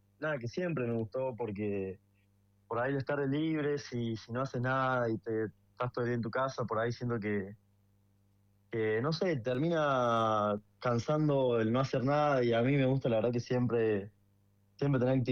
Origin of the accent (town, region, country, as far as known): Córdoba, Argentina